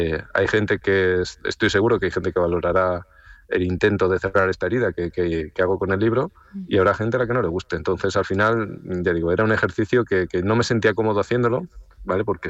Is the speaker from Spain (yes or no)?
yes; Extremadura, Spain; he visitado Puerto Rico un par de veces, porque yo soy de Extremadura, pero no soy en concreto de la zona de La Serena